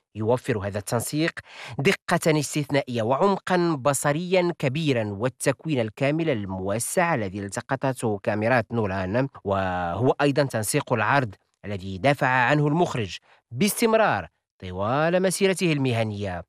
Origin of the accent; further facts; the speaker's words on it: Morocco; عندنا في المغرب